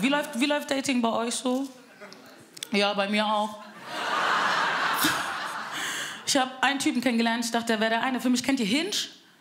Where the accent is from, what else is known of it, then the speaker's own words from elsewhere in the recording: Bavaria, Germany; Ich bin aus Frankfurt. Spaß, ich bin eigentlich aus Bayern. Wirklich, wirklich.